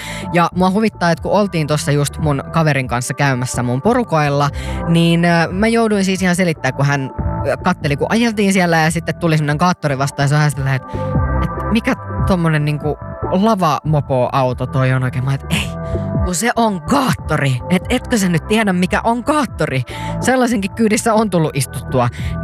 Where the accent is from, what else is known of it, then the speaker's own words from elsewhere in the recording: Pori, Satakunta, Finland; tuolla esimerkiksi kotikaupungissani Porissa mopoautot elää ja voi hyvin.